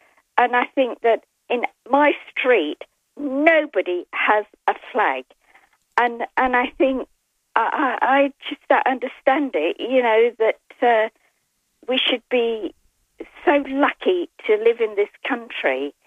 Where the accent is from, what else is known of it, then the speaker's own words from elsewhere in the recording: Grimsby, Yorkshire and the Humber, United Kingdom; moved away as an adult; also born or lived in London; now in Australia; I was born in England and I loved it to bits because I lived there in the 60s, the 70s, and it was absolutely fabulous.